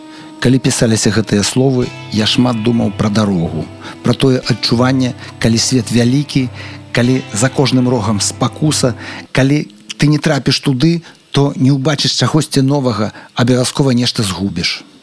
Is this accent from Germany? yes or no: yes; Germany; also born or lived in Belarus; Маё дзяцінства прайшло ў Нямеччыне, і весь час мы ездзілі да хаты ў Беларусь.